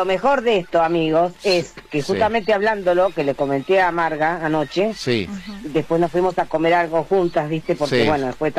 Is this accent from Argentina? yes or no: yes; La Plata, Buenos Aires Province, Argentina; Y siempre lo hacemos desde La Plata, soy de La Plata porque ustedes lo saben muy bien.